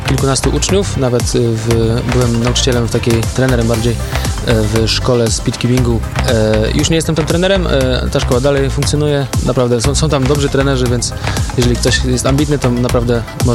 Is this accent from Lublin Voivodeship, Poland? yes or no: no; Opole Voivodeship, Poland; Ja z Opolszczyzny znam może kilku takich speedcuberów, którzy jeżdżą regularnie na zawody.